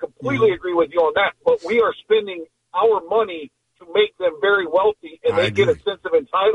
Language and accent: English; Cincinnati, Ohio, United States; I grew up in Cincinnati, so I'm Big Red Machine guy.